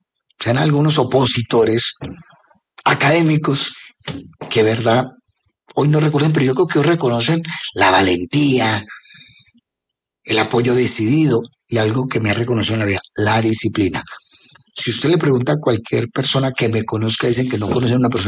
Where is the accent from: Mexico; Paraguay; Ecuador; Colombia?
Colombia; Yo también me pregunto eso como colombiano.